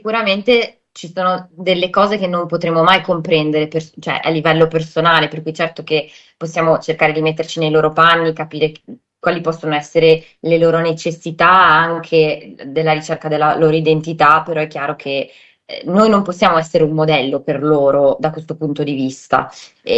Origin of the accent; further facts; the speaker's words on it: Genoa, Liguria, Italy; Allora, io sono nata e cresciuta a Genova da una famiglia in realtà origine molto mista, nel senso che per quanto io arrivi da una famiglia, sì, italiana, diciamo al 100%, però la mia famiglia arriva da diverse regioni, per cui dalla Campania, dalla Lombardia